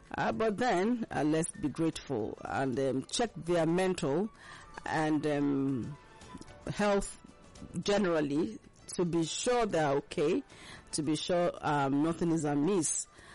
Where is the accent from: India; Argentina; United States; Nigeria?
Nigeria; Lagos; born there; I was born here in Lagos. So I can claim to be a Lagosian somehow.